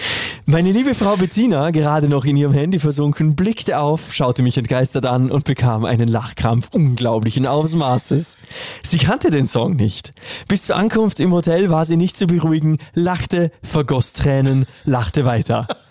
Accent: Dornbirn, Vorarlberg, Austria; born there; Geboren 1970 in Dornbirn.

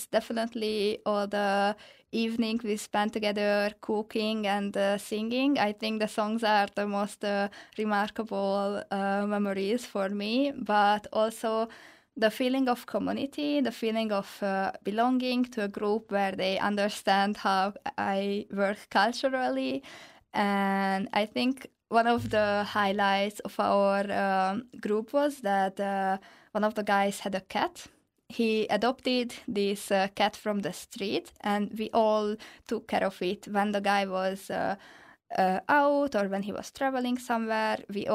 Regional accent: Hungary; I think as a Hungarian, it's not that hard to pronounce Russian.

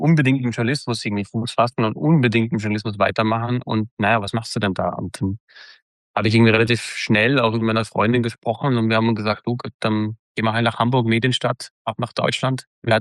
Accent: Austria; Aber es ist natürlich ein bisschen schwierig, wenn man als Österreicher vielleicht in den hohen Norden zieht

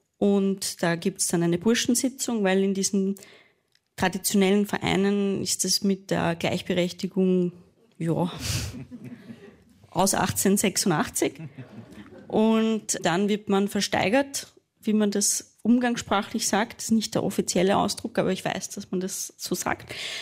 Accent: Burgenland, Austria; Also ich bin in Burgenland aufgewachsen und ab dem ich 14 war, immer nach Wien gependelt, ans Musikgymnasium nach Wien.

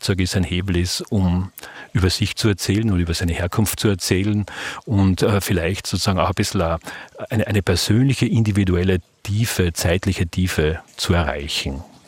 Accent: Carinthia, Austria; Ich lebe schon ewig in Oberösterreich, gefühlt viel, viel länger, als ich meine Kindheit in Kärnten verbracht habe. Aber ich fühle mich noch immer auch als Kärntner

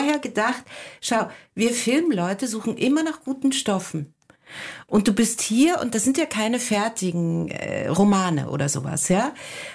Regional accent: East Germany, Germany; Mich hat dieser Text sehr angesprochen, weil ich ja zwischen den Welten bin. Ich komme ja ursprünglich aus der DDR.

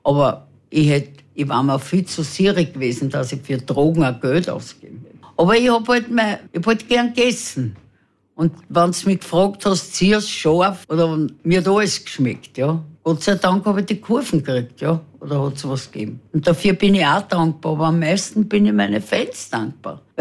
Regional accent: Vienna, Austria; dazu musst geboren werden mit einer jüdischen Mama im zweiten Bezirk und aufgewachsen sein bei Waren aller Art.

